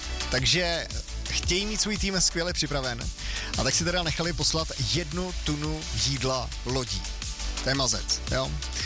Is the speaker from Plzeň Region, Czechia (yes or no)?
yes; Plzeň, Plzeň Region, Czechia; born there; Já jsem se narodil v Plzni